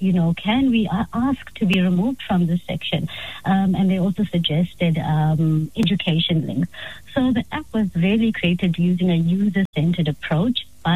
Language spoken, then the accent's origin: English; Kokstad, KwaZulu-Natal, South Africa; now in Pretoria, South Africa; I'm actually from a very rural, small place in KZN, in Transkei, actually called Kokstad. We moved to Pretoria.